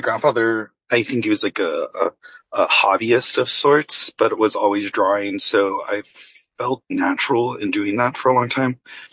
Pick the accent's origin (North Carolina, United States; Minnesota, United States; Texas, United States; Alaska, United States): Texas, United States; El Paso; You know, I grew up in El Paso, went through elementary through high school there.